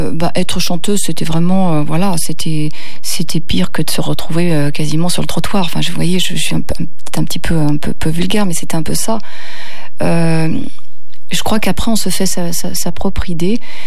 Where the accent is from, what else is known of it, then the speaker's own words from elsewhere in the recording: Hauts-de-France, France; born there; une petite partie de mon enfance dans le Nord.